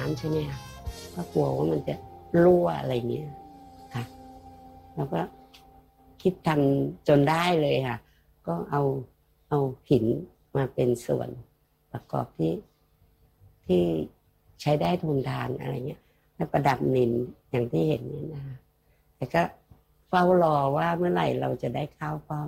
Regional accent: Bo Phloi, Kanchanaburi, Thailand; born there; ฉันเกิดที่อำเภอบ่อพลอยใช่ไหมคะ

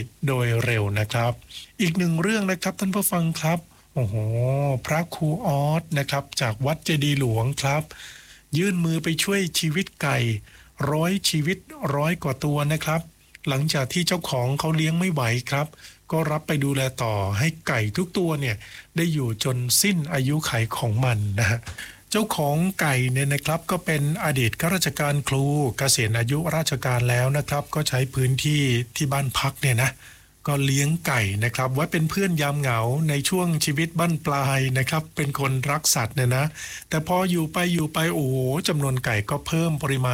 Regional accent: Northern Thailand, Thailand; เราในฐานะคนเหนือเหมือนกันนะครับ

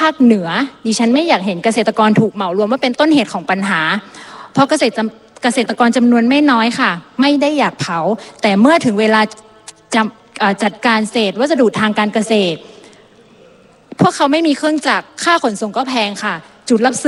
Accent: Phrao, Chiang Mai, Thailand; พื้นที่ที่ดิฉันเป็นตัวแทนและเป็นบ้านเกิดของดิฉันเองคืออำเภอพร้าว

